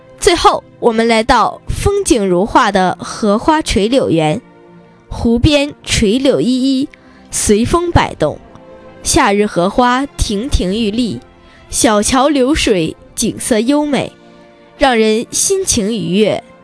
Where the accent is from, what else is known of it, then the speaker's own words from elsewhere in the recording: Changchun, Jilin, China; 净月潭国家森林公园是我们长春的生态瑰宝，是家乡的骄傲。